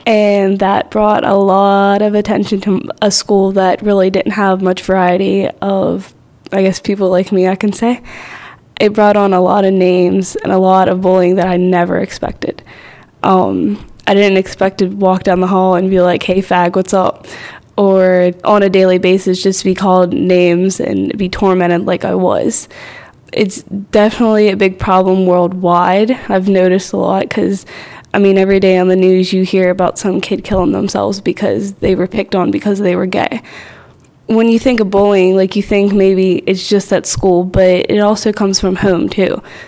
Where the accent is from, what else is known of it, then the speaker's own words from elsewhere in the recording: Manassas, United States; I'm 16. I'm from Manassas, PA.